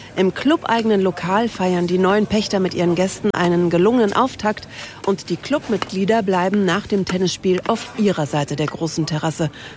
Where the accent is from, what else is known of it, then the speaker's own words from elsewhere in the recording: Cologne, North Rhine-Westphalia, Germany; Ich als Kölnerin